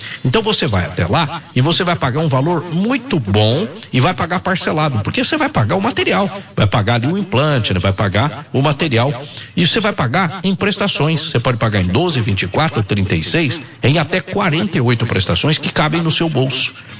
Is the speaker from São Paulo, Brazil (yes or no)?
yes; Sumaré, São Paulo, Brazil; Eu sou de Sumaré.